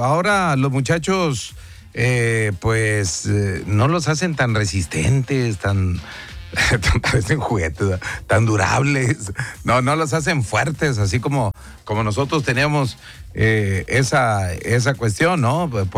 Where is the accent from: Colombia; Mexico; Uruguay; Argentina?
Mexico; ¿Cómo somos los mexicanos en el amor?